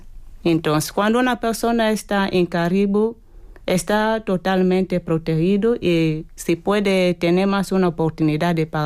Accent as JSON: {"language": "Spanish", "region": "Cabinda", "country": "Angola", "said": "Yo vengo de Angola. Mi ciudad se llama Cabinda."}